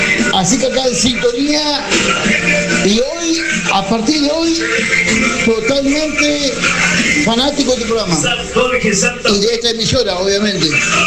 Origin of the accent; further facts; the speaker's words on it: General Roca, Río Negro, Argentina; now in El Bolsón, Argentina; de El Bolsón. Pero soy originario de General Roca. Todo provincia de Río Negro.